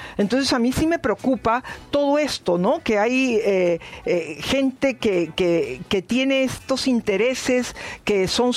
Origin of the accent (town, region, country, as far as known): Peru